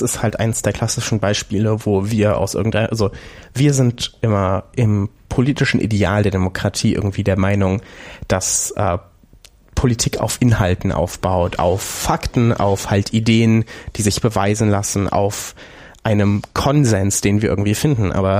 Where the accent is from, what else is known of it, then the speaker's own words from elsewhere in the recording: Saxony-Anhalt, Germany; moved away; ich komme aus Sachsen-Anhalt. Meine zumindest halbe Familie, also sowohl meine Eltern als auch die Hälfte meiner Großeltern leben noch dort.